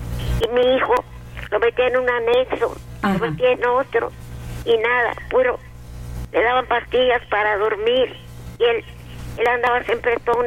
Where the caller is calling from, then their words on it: Guadalupe, Mexico; Yo vivo aquí en Guadalupe.